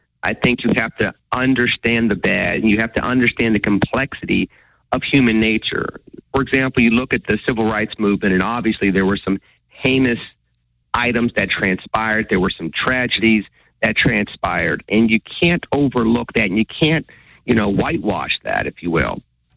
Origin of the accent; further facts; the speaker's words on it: Pittsburgh, Pennsylvania, United States; I have all these different experiences growing up in Pittsburgh, Penn Hills, going to an Ivy League school of the South